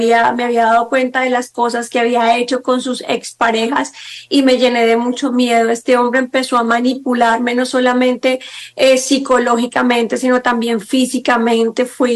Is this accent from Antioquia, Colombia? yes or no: no; Huila, Colombia; moved away; yo soy de origen campesino, nací en un pueblo hermoso del departamento del Huila. Huérfana, a mí me criaron mis abuelos y como toda niña tuve que llegar a la ciudad